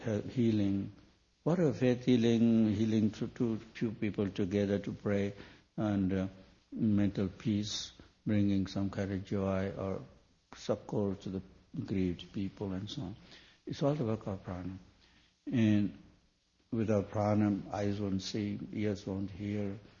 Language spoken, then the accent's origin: English; India; not only because I'm Oriental or from India and so on and so forth